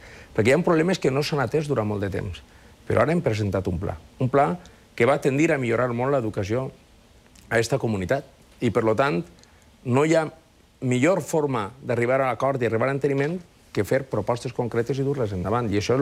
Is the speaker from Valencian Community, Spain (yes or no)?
yes; Valencian Community, Spain; Jo, com a valencià, crec que tots els valencians són gent molt hospitalària, que són gent molt alegre